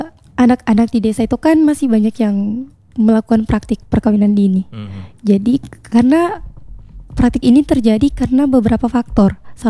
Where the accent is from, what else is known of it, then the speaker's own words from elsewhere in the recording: Indonesia; Itu sampai sekarang masih menjadi isu di desa kami.